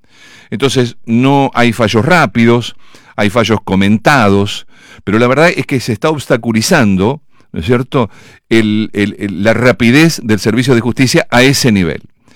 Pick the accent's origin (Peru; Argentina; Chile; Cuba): Argentina; la admiración que le tenemos tantos argentinos.